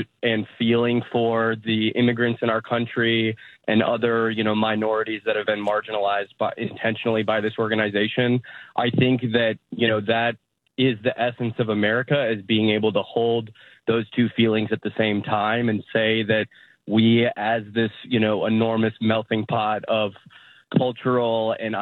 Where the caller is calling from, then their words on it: St. Louis, Missouri, United States; I'm calling from St. Louis, Missouri.